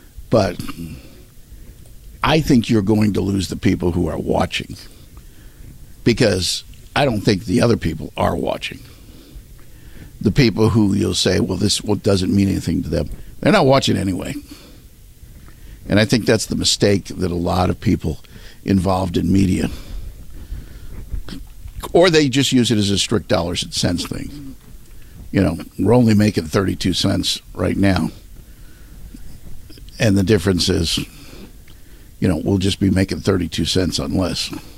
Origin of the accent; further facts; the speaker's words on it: Baltimore, Maryland, United States; I grew up in and around Baltimore, which meant I watched Baltimore TV.